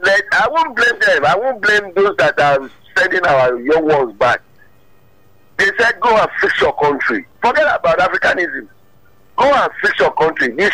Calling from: Oba, Nigeria; Good morning … from Oba.

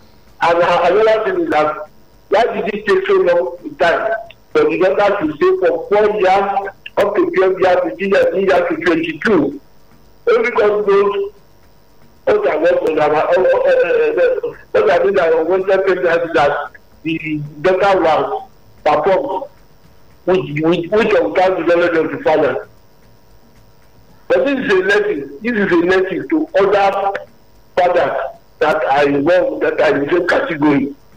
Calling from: Alimosho, Lagos, Nigeria; I'm calling from Alimosho.

